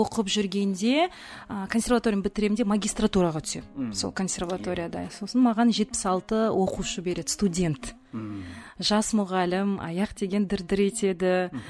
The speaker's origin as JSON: {"language": "Kazakh", "town": "Rudny", "region": "Kostanay Region", "country": "Kazakhstan", "tie": "born there", "said": "2 жыл өзім туған жерім Қостанай облысы Рудный қаласы. Сол Рудныйда музыкальный училище болатын."}